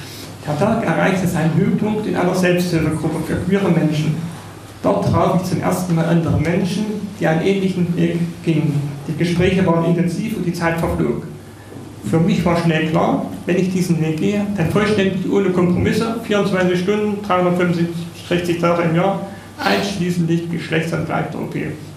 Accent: Oldesleben, Thuringia, Germany; ich stamme hier aus Oldesleben.

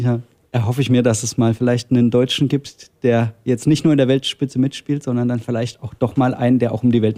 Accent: Thuringia, Germany; Da sind wir natürlich als Thüringer, halten wir alle zusa

